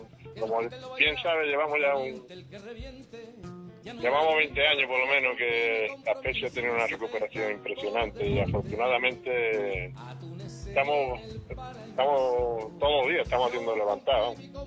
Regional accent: Barbate, Andalusia, Spain; Y la verdad que en mi pueblo ha sido un éxito este año la feria.

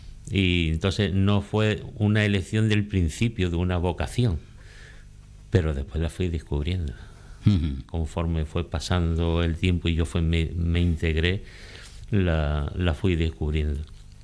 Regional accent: San Fernando, Andalusia, Spain; porque yo soy de San Fernando, pero de una familia de militares y de marinos y demás

